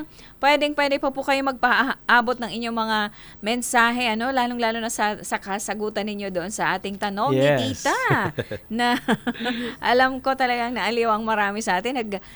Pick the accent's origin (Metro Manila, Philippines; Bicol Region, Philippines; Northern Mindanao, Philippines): Bicol Region, Philippines; Tiwi; Uy, my hometown.